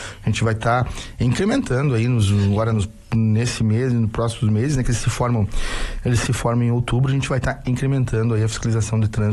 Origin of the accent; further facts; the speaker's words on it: Rio Grande do Sul, Brazil; moved away as an adult; now in Joaçaba, Brazil; em 2011, cheguei nos rincões aqui de Joaçaba e Ervaldo Oeste, né? Eu sou gaúcho, eu vim para perto do Rio Grande do Sul